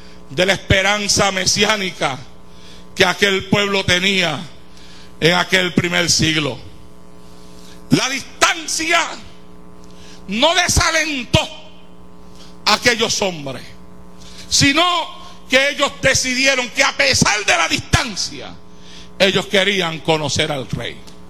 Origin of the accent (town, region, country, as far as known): Santa Isabel, Puerto Rico